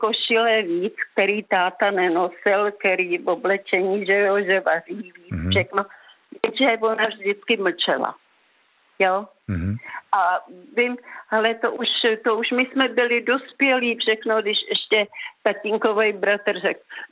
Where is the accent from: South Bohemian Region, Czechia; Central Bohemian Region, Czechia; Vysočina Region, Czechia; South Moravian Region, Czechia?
Central Bohemian Region, Czechia; Skryje; Ne, já pocházím ze Skrej